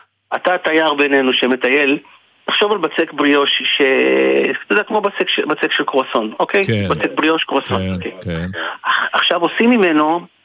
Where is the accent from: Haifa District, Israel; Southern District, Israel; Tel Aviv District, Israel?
Tel Aviv District, Israel; Tel Aviv; כי אני תל אביבי ואני מגיע לכל הנקודות בתוך תל אביב.